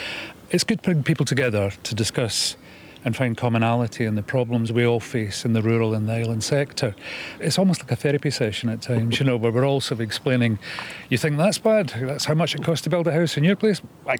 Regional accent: Assynt, Scotland, United Kingdom; I'm from Assent in the northwest Sutherland.

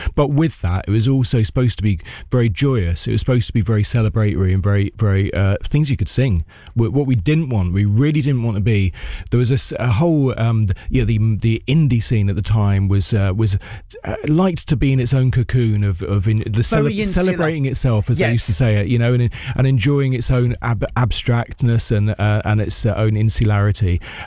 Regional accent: London, United Kingdom; my first time in Belgravia, I believe, in all my life as a Londoner.

